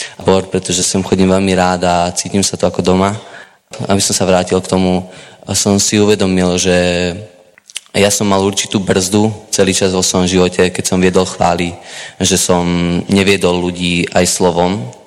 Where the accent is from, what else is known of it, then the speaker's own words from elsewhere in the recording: Komárno, Nitra Region, Slovakia; ja som vyrastal vlastne v kresťanskej rodine v Komárne